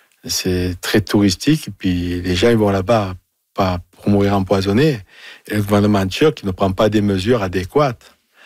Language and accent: French; Marseille, Provence-Alpes-Côte d'Azur, France; Avec mon accent, je suis à mon de Marseille, bien sûr.